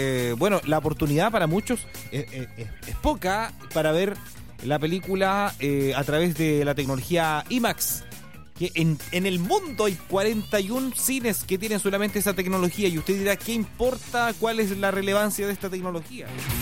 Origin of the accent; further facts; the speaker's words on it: Lota, Biobío, Chile; born there; Pero bueno, nacimos en la Cuenca del Carbón. El cine de Lota está en el sindicato, está arruinado hace décadas